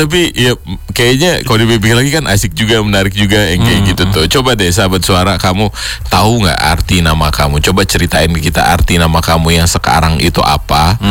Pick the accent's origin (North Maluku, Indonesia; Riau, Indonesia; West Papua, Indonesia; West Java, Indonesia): Riau, Indonesia; Pekanbaru; anak Riau. Karena gue lahir di Pekanbaru.